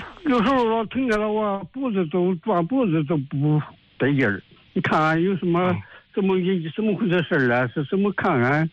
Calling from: Shijiazhuang, Hebei, China; 石家庄。

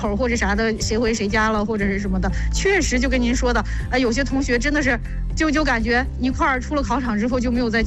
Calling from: Shijiazhuang, Hebei, China; 我就是石家庄的。

